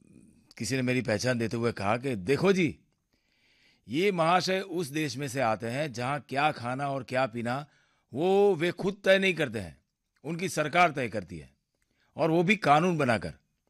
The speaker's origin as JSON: {"language": "Hindi", "region": "Gujarat", "country": "India", "said": "अरे मैं तो शराब पीता ही नहीं, तो मालूम तो है मैं गुजरात से हूं।"}